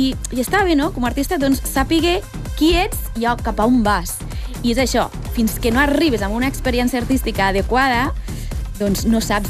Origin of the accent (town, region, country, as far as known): Lleida, Catalonia, Spain